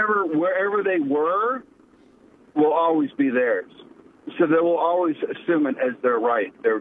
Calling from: California, United States; I'm from California

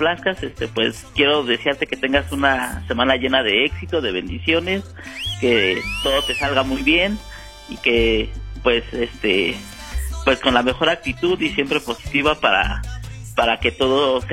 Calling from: Toluca, State of Mexico, Mexico; desde Toluca.

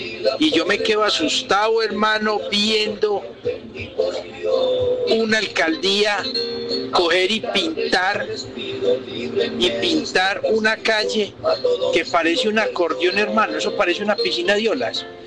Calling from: Bello, Antioquia, Colombia; yo vivo en Bello.

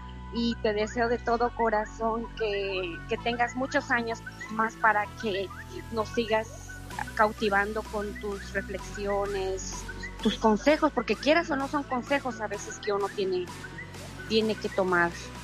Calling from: New York, United States; Soy de Nueva York

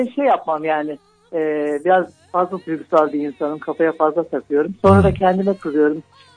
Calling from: Antalya, Turkey; Antalya'dan arıyorum.

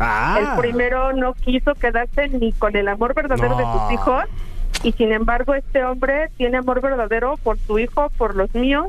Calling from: Ecatepec de Morelos, State of Mexico, Mexico; Desde Catepec.

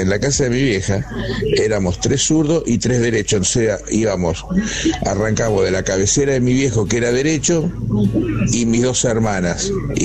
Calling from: Santo Tomé, Santa Fe, Argentina; de Santo Tomé, provincia de Santa Fe.

